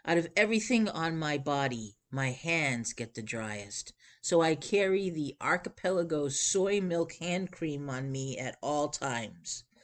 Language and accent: English; Florida, United States; I grew up in Florida, and I grew up fishing on a boat with my parents pretty much my whole life.